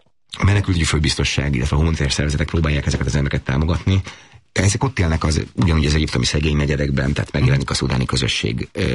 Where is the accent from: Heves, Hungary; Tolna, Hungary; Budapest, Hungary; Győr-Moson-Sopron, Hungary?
Győr-Moson-Sopron, Hungary; Sopron; én egy magyar paraszti családból származom, Sopronban nőttem fel